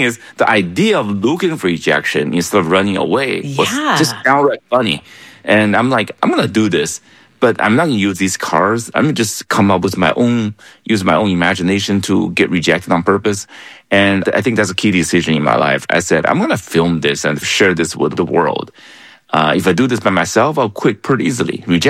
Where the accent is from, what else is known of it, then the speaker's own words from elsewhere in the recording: China; I grew up in China, and I met Bill Gates.